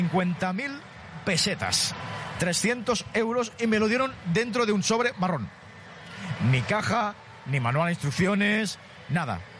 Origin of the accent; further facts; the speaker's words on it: Tarragona, Catalonia, Spain; yo soy de Tarragona